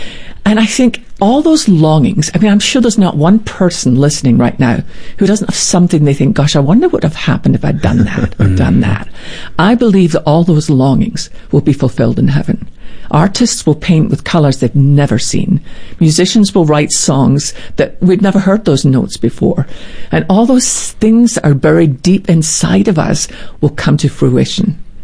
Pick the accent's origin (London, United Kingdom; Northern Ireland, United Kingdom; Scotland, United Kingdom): Scotland, United Kingdom; born or raised there